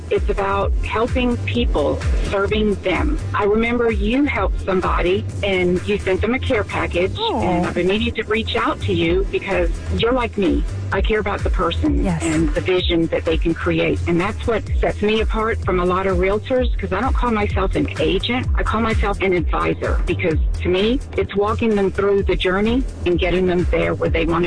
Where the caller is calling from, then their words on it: Auburn, Georgia, United States; I'm from Auburn, Georgia.